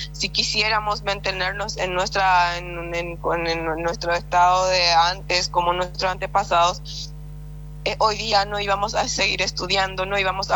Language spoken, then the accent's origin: Spanish; Bahía Negra, Alto Paraguay, Paraguay; yo soy de la comunidad puertodiana, del distrito de Bahía Negra, soy del pueblo de Xir Chamacoco.